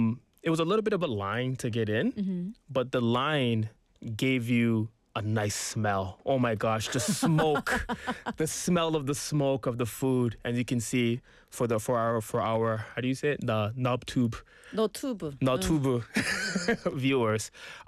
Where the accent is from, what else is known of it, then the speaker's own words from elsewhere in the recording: Toronto, Ontario, Canada; moved away as an adult; now in Busan, South Korea; I am from Toronto.